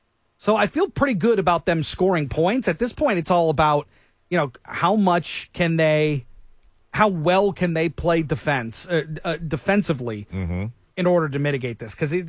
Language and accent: English; Novi, Michigan, United States; I grew up in Novi.